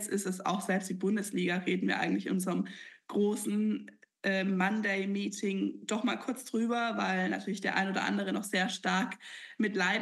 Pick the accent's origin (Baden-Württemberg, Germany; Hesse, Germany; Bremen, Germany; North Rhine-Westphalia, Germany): Baden-Württemberg, Germany; now in Australia; Als Schwabe, ne, die Maultaschen, die Kässpätzle und die guten Soßen.